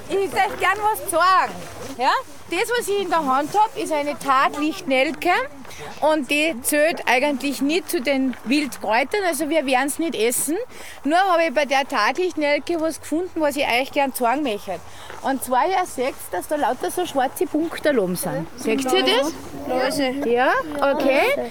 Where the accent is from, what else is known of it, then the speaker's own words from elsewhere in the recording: Mitterndorf, Austria; Ich bin aus Mitterndorf.